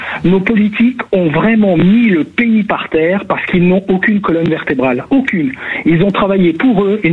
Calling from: Roussillon, Provence-Alpes-Côte d'Azur, France; moi, je vous appelle du Roussillon.

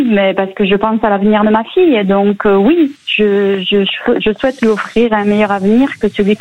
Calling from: Aignan, Occitanie, France; Non, je suis à Aignan.

